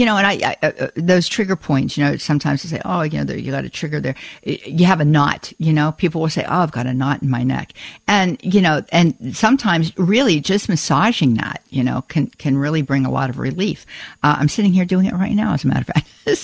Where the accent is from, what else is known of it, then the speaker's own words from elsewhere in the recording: Pittsburgh, Pennsylvania, United States; growing up in the Pittsburgh area